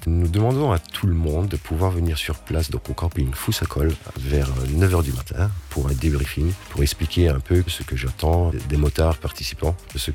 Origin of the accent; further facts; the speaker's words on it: Belgium; now in Luxembourg; j'aime le Luxembourg, même si je suis belge, j'aime le Luxembourg, j'aime les personnes qui y vivent, j'aime comment nous vivons ici.